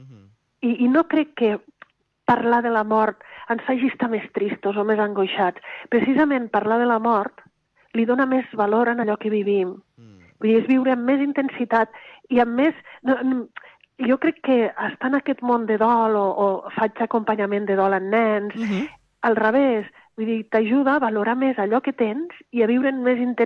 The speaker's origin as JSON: {"language": "Catalan", "town": "Lleida", "region": "Catalonia", "country": "Spain", "said": "jo sóc de Lleida"}